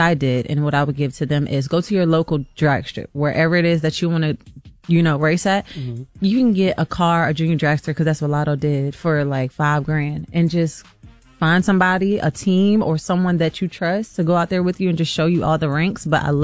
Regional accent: Richmond, Virginia, United States; Yes, I'm from Virginia.

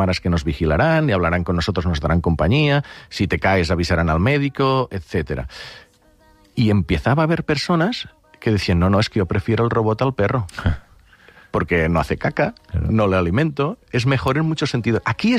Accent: Catalonia, Spain; mira que soy del Delta del Ebre, hay mosquitos...

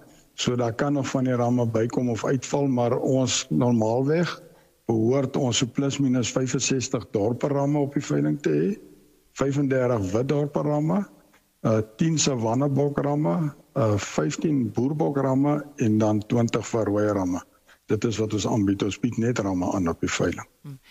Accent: Northern Cape, South Africa; Nee, ek is nie van spesifiek die Griekwa stad omgewing nie. Ek is van die Noord-Kaap, ek boer in die Prieska omgewing.

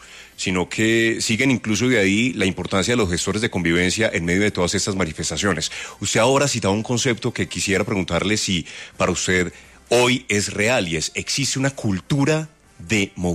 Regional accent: Colombia; Claro, es que como colombianos tenemos el derecho de salir y la necesidad.

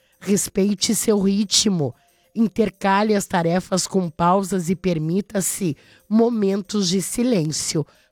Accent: Canoas, Rio Grande do Sul, Brazil; Eu me criei em Niterói, eu morei na Campos Salles.

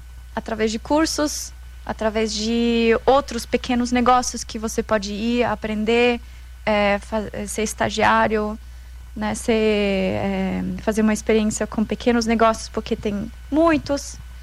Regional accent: Austria; Portuguese is a second language; now in Brazil; Eu só coloquei a minha essência, o que faz sentido para mim, como austríaca, que é a saúde de verdade.

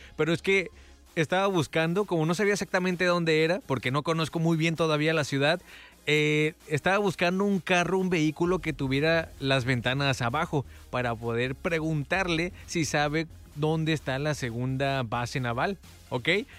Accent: Guadalajara, Jalisco, Mexico; also born or lived in Tijuana, Mexico; now in Ensenada, Mexico; No, Soy de Guadalajara, pero pues me adoptó durante 10 años más o menos Tijuana. Y pues ahora estoy adoptando yo a Ensenada

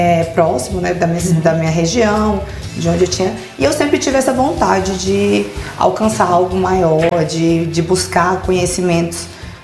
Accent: Piauí, Brazil; now in Brasília, Brazil; Não, eu sou do Piauí, formei na Estadual do Piauí. E logo que formei, já vim para Brasília.

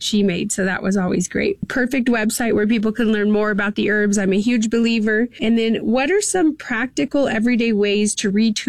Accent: Napa, Sonoma, California, United States; I grew up in Northern California, Napa, Sonoma, and it was El Natural in our household.

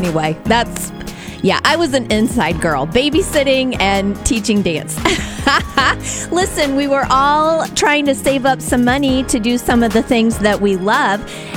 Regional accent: Metamora, United States; even though I grew up in Metamora next to a cornfield.

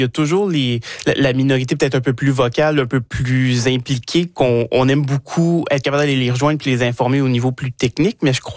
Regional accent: Odanak, Quebec, Canada; now in Gatineau, Canada; Je viens d'Odanak, dans le centre du Québec, mais ça fait déjà presque 10 ans que je reste dans la région aussi.

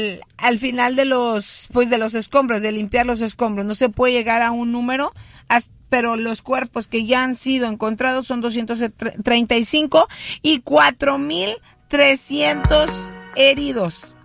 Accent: Mexico; Y la verdad, nosotros siempre nos unimos, los mexicanos, los hispanos, colombianos.

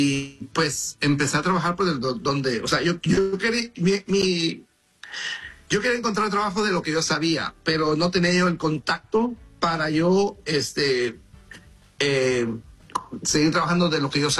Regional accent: Cintalapa, Chiapas, Mexico; Yo nací en Cintalapa, Chiapas, en un pueblo, en un valle de Chiapas, muy bonito, muy verde, mucha agua.

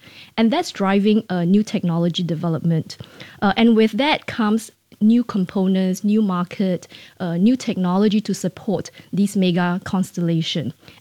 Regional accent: Singapore; as a Singaporean

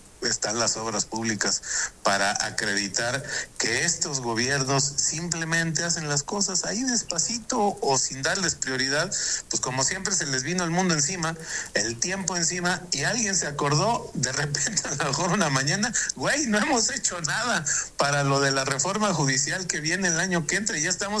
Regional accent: Mexico

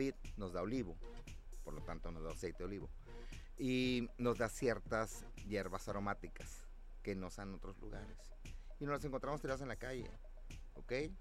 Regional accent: Ensenada, Baja California, Mexico; Yo creo que a la mayoría de los ensenadenses nos pasa eso.

